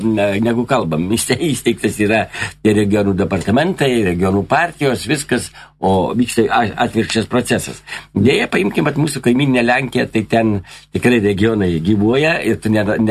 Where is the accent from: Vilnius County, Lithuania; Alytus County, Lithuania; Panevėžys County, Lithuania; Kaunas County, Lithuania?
Vilnius County, Lithuania; Vilnius; Ir aš va kartais jaunimas lyg tai nenori pasakyti, kad iš yra iš provincijos, aš vilnietis.